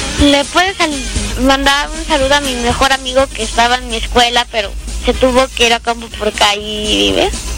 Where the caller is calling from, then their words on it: Silao, Guanajuato, Mexico; Soy de Silao, por cierto.